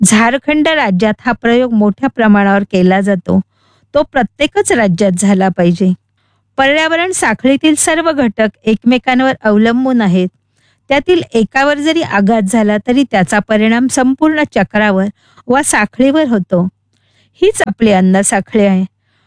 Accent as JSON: {"language": "Marathi", "town": "Niphad", "region": "Maharashtra", "country": "India", "tie": "born or raised there", "said": "माझं बालपण निफाड व माझं गाव पिंपळस रामाचे निफाड तालुक्यातलंच. इथे माझं बालपण गेलं."}